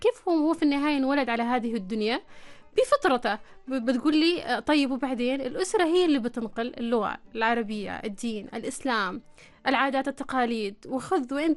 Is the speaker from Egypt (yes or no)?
no; Oman; نحن في عمان